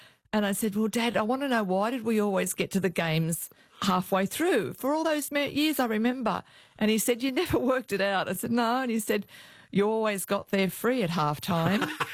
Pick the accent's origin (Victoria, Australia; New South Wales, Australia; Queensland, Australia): New South Wales, Australia; Westmead; I grew up at Westmead, which is just near Parramatta, and then spent most of my adult life living in Parramatta. So I'm a Westie through and through.